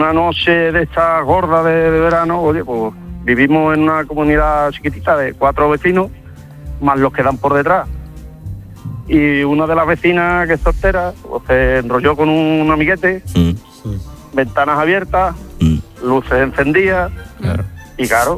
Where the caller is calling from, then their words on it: Andalusia, Spain; yo vivo en Sevilla, en un pueblo cercano a Sevilla.